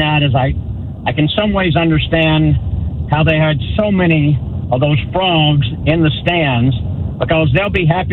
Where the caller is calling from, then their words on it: Fort Myers, Florida, United States; I'm calling you from Fort Myers.